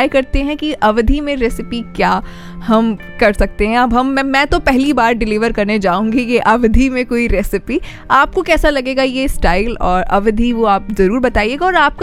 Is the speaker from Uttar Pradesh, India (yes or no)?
yes; Gonda, Uttar Pradesh, India; हम सब हैं उत्तर प्रदेश से, और उत्तर प्रदेश में अभी गोंडा से हैं